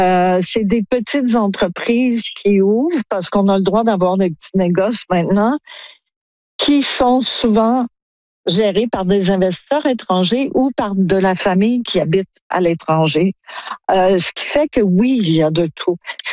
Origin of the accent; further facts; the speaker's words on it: Quebec, Canada; moved away; il y a beaucoup de gens qui me connaissent vu que je suis québécoise et que je suis ici depuis 15 ans